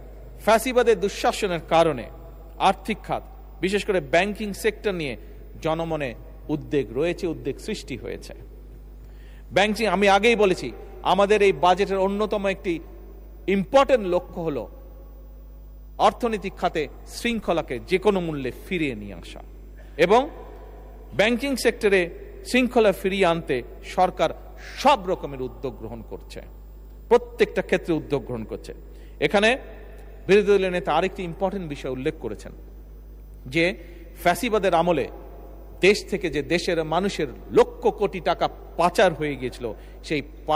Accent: Bangladesh

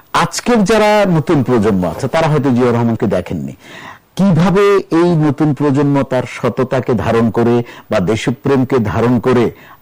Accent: Bangladesh; আমরা বাংলাদেশী

